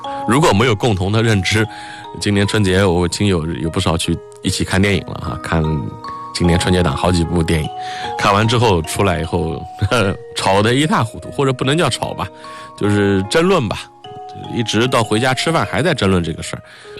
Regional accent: China; 我们中国人

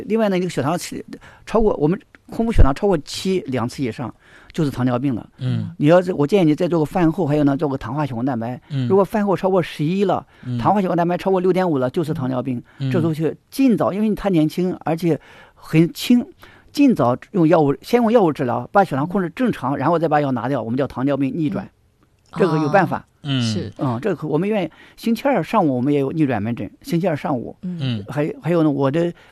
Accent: China; 我们中国人

